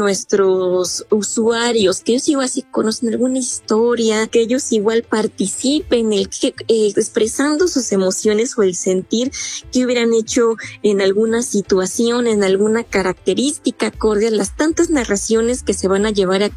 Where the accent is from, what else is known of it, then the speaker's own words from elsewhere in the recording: Hidalgo, Mexico; nuestra Huasteca hidalguense.